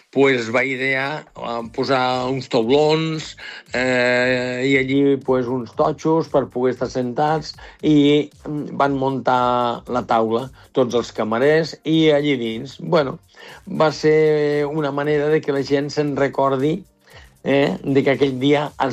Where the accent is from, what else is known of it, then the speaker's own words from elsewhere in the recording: Catalonia, Spain; Jo sóc del Baix Ebre, sóc allí del Delta i sempre ho he dit. Jo vinc de pagesos